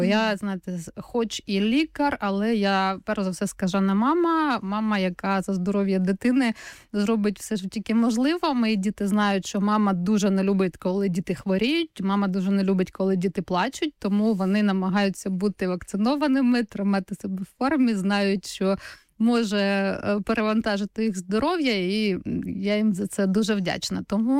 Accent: Zaporizhzhia, Zaporizhzhia Oblast, Ukraine; moved away as an adult; also born or lived in Vasylivka / Berdiansk; я там хіба тільки народилась, там дідусь мій і бабуся жили, але все своє свідоме життя, 30 років перших я провела в Запоріжжі, там закінчила школу, університет

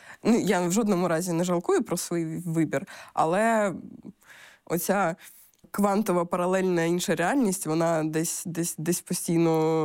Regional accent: Simferopol, Crimea, Ukraine; і я з Сімферополя.

